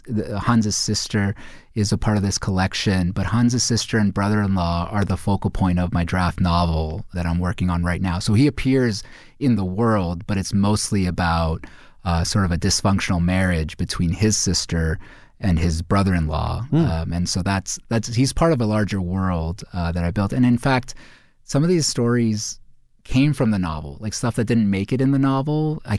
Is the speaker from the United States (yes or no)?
no; India; You know, of course, as an Indian author, my stories are about Indian folks, or at least this collection is